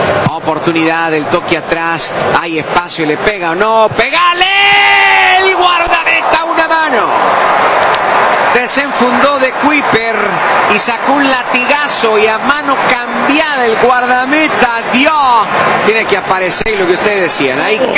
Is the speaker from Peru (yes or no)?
no; Honduras; now in Cleveland, United States; Soy Catracho, dicen por acá.